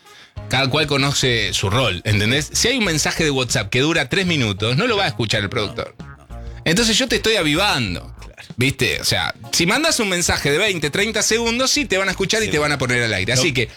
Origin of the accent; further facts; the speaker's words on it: San Martín, Argentina; born there; Y bueno, viste, soy nacido en San Martín.